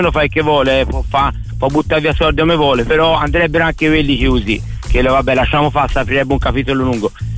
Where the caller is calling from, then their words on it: Montespertoli, Tuscany, Italy; io sono di Montesperti, però lavoro a Monte